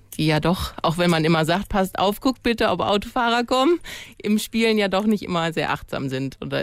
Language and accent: German; Brockhagen, North Rhine-Westphalia, Germany; Ich komme aus Brookhagen.